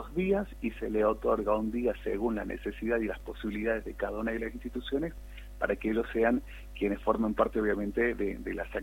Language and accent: Spanish; Pomán, Catamarca, Argentina